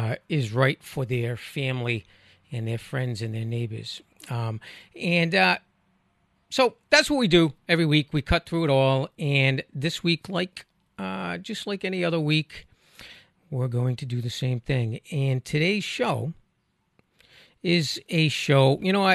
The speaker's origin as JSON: {"language": "English", "region": "Rhode Island", "country": "United States", "accent": "Rhode Island", "said": "I try my hardest to not project my Rhode Island accent"}